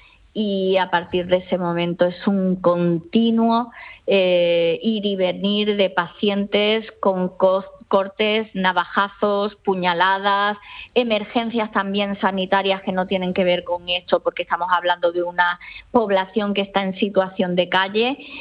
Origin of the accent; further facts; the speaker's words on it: Ceuta, Spain; yo eso en mi tierra, bueno, que es Ceuta, es llamarme exagerada